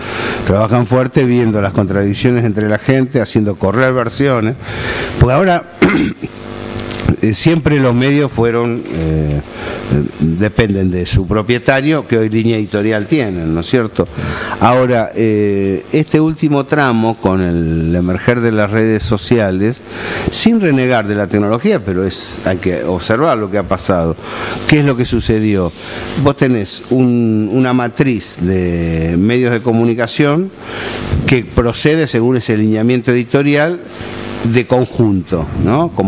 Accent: Argentina; nuestro país

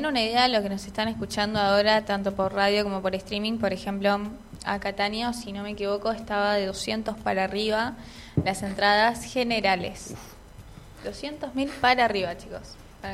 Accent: Argentina; tenemos un punto más los argentinos

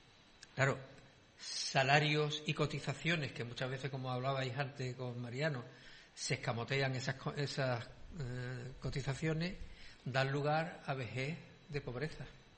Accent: Andalusia, Spain; si alguien utilizara la bandera de Andalucía, la bandera de mi pueblo, para eso, me asquearía. Mi bandera andaluza representa la aspiración de un pueblo a dejar de ser el último de la cola.

